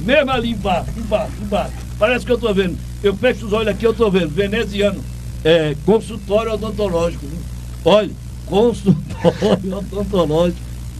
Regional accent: Altinho, Pernambuco, Brazil; A rua fica bem perto da Padre Manuel Zacaria, onde eu nasci e me criei.

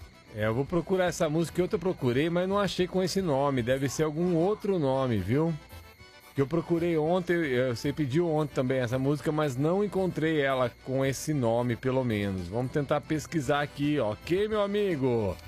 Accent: Araras, São Paulo, Brazil; pessoal de Araras, a minha terra natal.

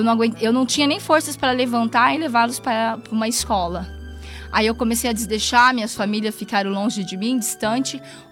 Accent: Bom Jesus dos Perdões, São Paulo, Brazil

